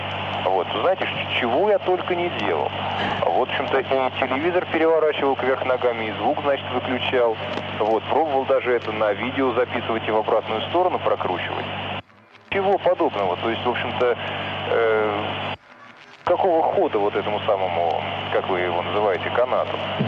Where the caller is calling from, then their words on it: Volgograd, Volgograd Oblast, Russia; Я, значит, из Волгограда, вот, нас тут подключили